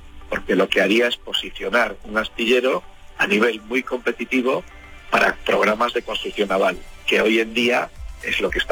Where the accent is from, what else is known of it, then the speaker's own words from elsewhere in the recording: Ferrol, Galicia, Spain; de donde yo soy, de Ferrol